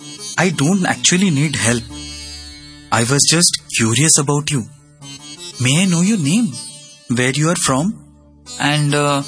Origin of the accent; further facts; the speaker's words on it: Sri Lanka; a businessman from Sri Lanka. And this is my first time here.